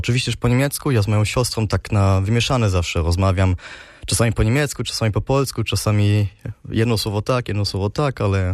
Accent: Berlin, Germany; się tutaj urodziłem w Berlinie i wychowywałem się tutaj w Berlinie i też działam politycznie w Berlinie

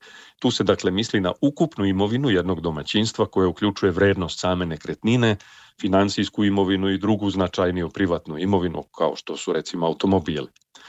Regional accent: Serbia; now in Germany; Ja sam samo došao iz Jugoslavije. I onda sam shvatio šta mi sve u novom sistemu prija i šta mi se ne dopada u odnosu novog sistema prema meni, ali ne kao Jugoslovenu ili Srbinu

